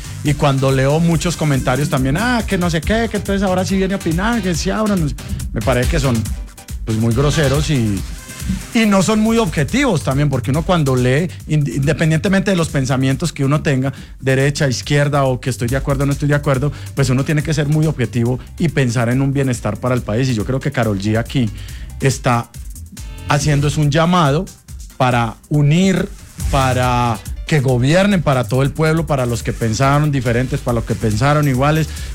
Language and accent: Spanish; Colombia; como yo como colombiano